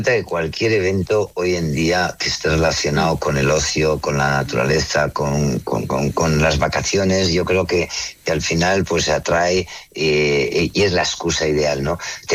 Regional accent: Navarre, Spain; yo como navarro

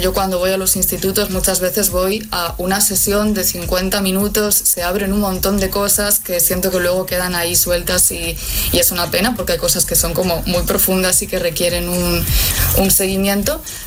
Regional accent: Galicia, Spain; now in Málaga, Spain; Sí, sí, de hecho ahora mismo estoy en Málaga, pero yo soy de Galicia, así que me he movido bastante.

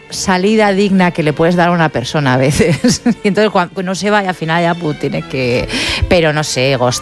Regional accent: Bilbao, Basque Country, Spain; Yo soy de Bilbao de centro.

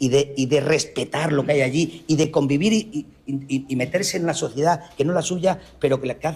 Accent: Cedillo, Extremadura, Spain; yo soy de Cedillo. Cedillo está en el Partido Judicial de Valencia de Alcántara

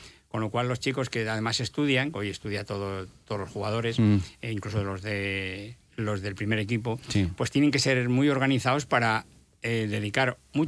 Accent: León, Castile and León, Spain; yo especialmente, que me considero leonés de verdad, bueno, de verdad, como todos los que hayan nacido aquí

